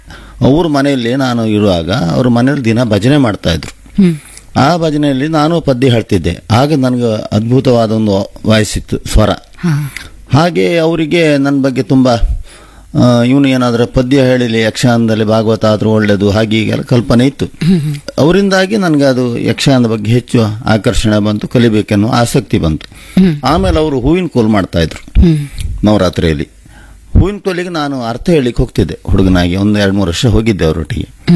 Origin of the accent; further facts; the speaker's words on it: Ultur, Karnataka, India; also born or lived in Koodli; ನಾನು ಹುಟ್ಟಿದ್ದು ಉಳ್ತೂರು, ತಕ್ಕಟ್ಟಿನ ಒಳಗೆ ಉಳ್ತೂರು ಅಂತ ಅಲ್ಲಿ ಹುಟ್ಟಿದ. ನನ್ನ ತಾಯಿ ಮನೆ ಉಳ್ತೂರು, ಅಲ್ಲಿ ನಾನು ಸಣ್ಣದಲ್ಲಿ ಇದ್ದದ್ದು. ಆಮೇಲೆ ನಮ್ಮ ಮನೆ ಬಾರ್ಕೂರ್ ಹತ್ರ ಕೂಡ್ಲಿ ಅಂತ